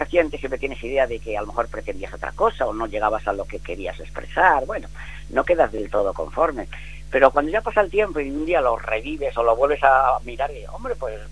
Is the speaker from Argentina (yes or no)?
no; San Esteban, Spain